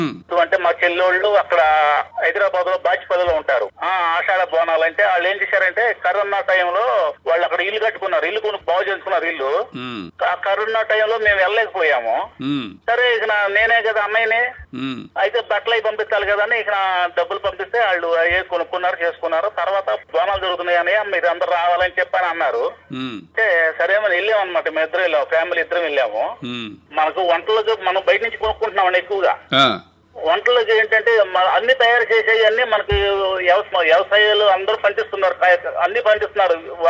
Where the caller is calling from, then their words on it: Machilipatnam, Andhra Pradesh, India; నేను కృష్ణా జిల్లా మిట్లీపట్నం నుంచి మాట్లాడుతున్నాను సార్.